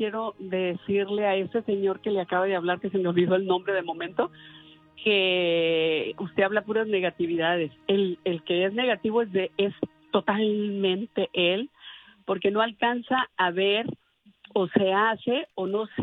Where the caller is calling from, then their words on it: Culiacán, Sinaloa, Mexico; yo soy de Culiacán, Sinaloa